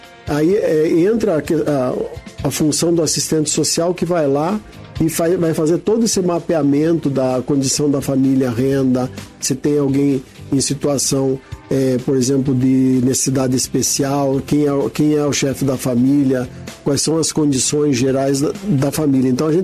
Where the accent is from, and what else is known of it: Rio Grande do Sul, Brazil; born there; also born or lived in Paraná; now in Curitiba, Brazil